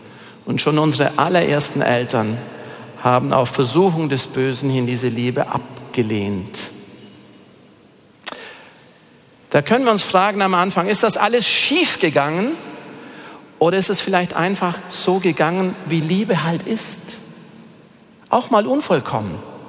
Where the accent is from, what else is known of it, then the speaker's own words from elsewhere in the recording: Bavaria, Germany; hier in Bayern, ich komme aus dem Allgäu